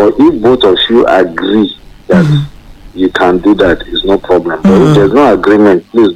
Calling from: Ikeja, Lagos, Nigeria; I'll calling from Ikeja.

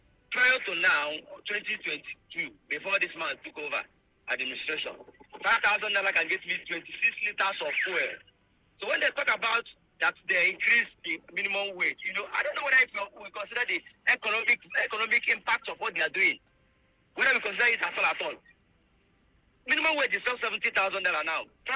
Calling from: Enugu, Enugu State, Nigeria; I come from Enugu.

